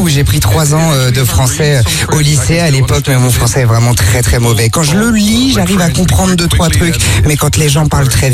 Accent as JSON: {"language": "French", "country": "Netherlands", "tie": "born or raised there", "second_language": "French", "said": "le morceau de … à l'époque … avait été un tube chez moi aux Pays-Bas."}